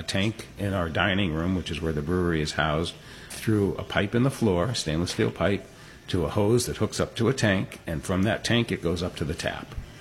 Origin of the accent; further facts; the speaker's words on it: Bridgeport, Connecticut, United States; When I came up to UConn, I was originally from Bridgeport, and I love the rural aspect of the area